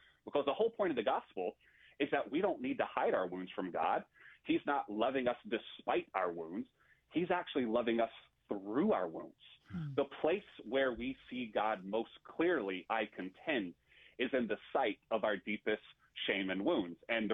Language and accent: English; Raleigh, North Carolina, United States; born or raised there; also born or lived in Brooklyn, New York; now in Eugene, United States